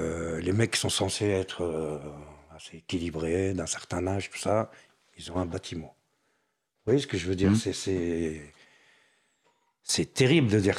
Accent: France; Je dis non, je suis français.

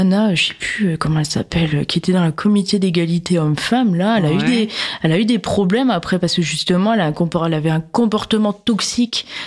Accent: Hauts-de-France, France; Ouais, j'aime bien la bière, je viens du Nord, j'aime bien tout ce qui est houblonné et tout

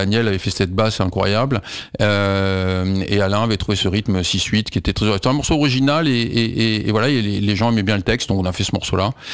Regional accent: France; Ben ouais, mais sauf que nous on est français, on veut être compris.

